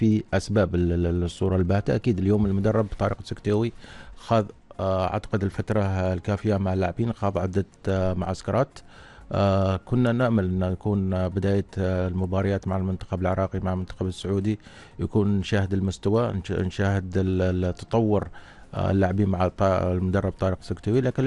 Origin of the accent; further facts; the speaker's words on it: Oman; بالنسبة للعمانيين هي البطولة اللي نوعا ما تعمل فرحة للجمهور